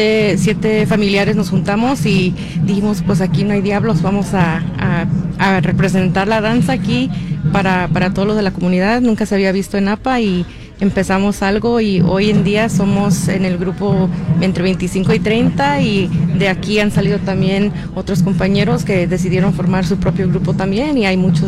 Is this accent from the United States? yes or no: yes; Napa, California, United States; Yo vengo desde Napa, California, pero mi familia es de un pueblo que se llama Santo Domingo Tonalá, Huajuapan de León, en Oaxaca, en la región mixteca.